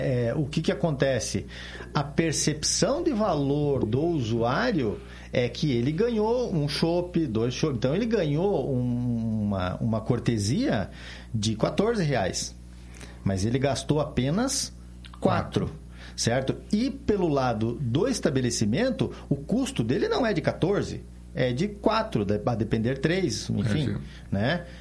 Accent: Italy; Eu sou italiano, eu falo com a mão

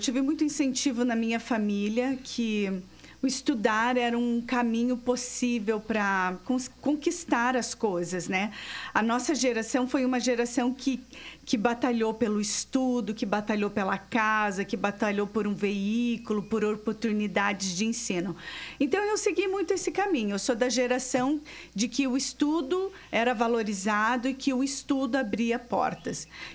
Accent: Curitiba, Paraná, Brazil; also born or lived in Francisco Beltrão / Pérola do Oeste / Barracão; Eu sou nascida aqui em Curitiba.

